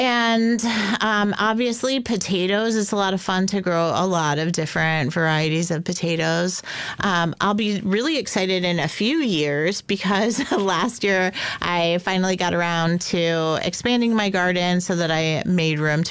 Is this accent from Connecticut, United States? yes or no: yes; Connecticut, United States; now in Alaska, United States; I grew up in Connecticut